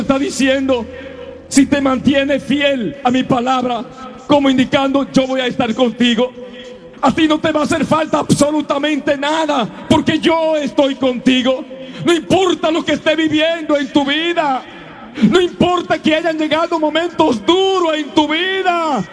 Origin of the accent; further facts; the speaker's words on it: Dominican Republic; En una ocasión voy caminando por las calles de una ciudad de mi pueblo.